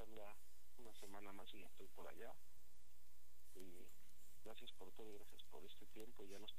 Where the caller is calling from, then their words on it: Aguascalientes, Mexico; estoy aquí igual en México, no, estoy de Aguascalientes.